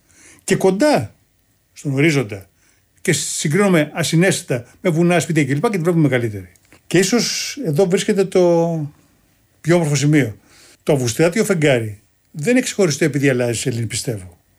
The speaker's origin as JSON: {"language": "Greek", "town": "Kymi", "region": "Central Greece", "country": "Greece", "said": "Έτσι το λέμε στην πατρίδα μου στην Κύμη."}